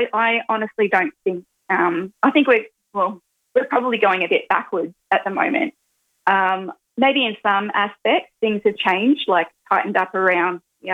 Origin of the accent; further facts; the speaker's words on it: Victoria, Australia; And I grew up with my mum and my mother's mob. So I'm, you know, don't hold it against me. I grew up in Victoria.